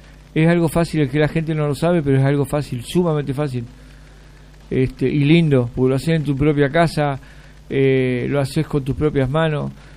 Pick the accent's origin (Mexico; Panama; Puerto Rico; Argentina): Argentina; Cipolletti, Río Negro; yo soy de Cipolletti